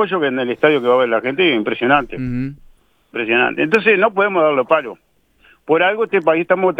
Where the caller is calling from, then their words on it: Uruguay; Yo, como uruguayo